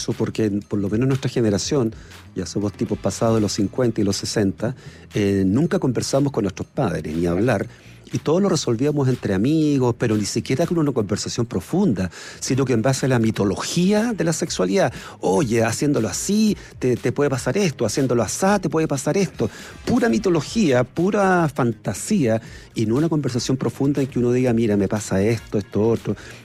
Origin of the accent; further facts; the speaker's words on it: Chile; Somos todos chilenos.